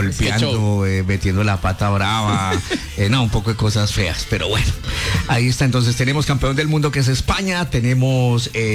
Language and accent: Spanish; Colombia; Y para los extranjeros, todos los colombianos hablamos paisa.